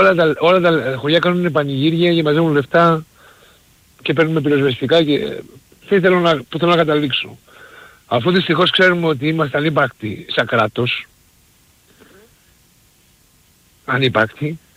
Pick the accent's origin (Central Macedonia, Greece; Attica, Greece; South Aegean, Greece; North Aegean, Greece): North Aegean, Greece; Samos; Εγώ είμαι από τη Σάμμο καταγωγή.